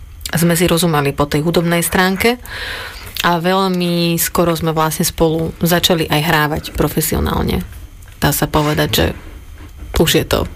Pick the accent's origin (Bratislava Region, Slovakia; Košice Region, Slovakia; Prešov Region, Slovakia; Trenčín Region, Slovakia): Bratislava Region, Slovakia; Bratislava; Narodila som sa v Bratislave od malička, vlastne žijem v hlavnom meste, čiže som taká, akože som taký mestský typ. V podstate som zvyknutá na ruch mesta. Vyrastala som v paneláku so svojimi rodičmi a so svojou staršou sestrou